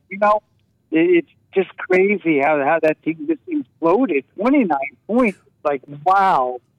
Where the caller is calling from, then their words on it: Long Island, New York, United States; I'm from New York, Long Island